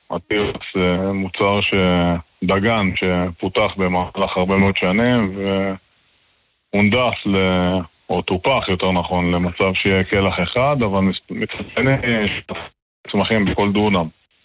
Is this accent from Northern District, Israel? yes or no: yes; Metula, Northern District, Israel; אני בן מטולה, מהמשפחות המייסדות, אגרונום.